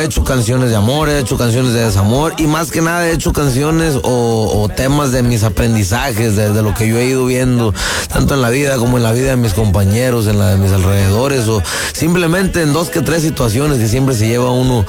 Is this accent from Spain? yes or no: no; Michoacán, Mexico; Es un pueblito de por allá de la zona de Michoacán, por allá, ahí en Tierra Caliente, orgullosamente venimos de por allá